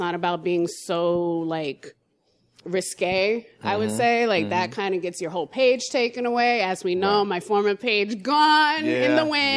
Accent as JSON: {"language": "English", "region": "New York", "country": "United States", "said": "But I was like, you know, I'm from New York."}